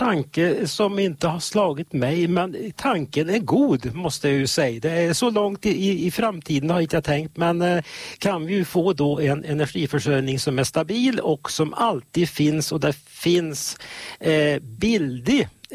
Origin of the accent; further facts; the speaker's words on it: Sweden